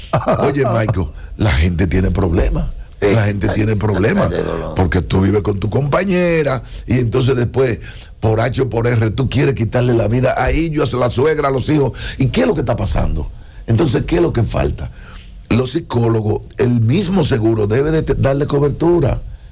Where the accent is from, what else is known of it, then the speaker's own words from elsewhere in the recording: Dominican Republic; ¿Y qué es lo que somos los dominicanos?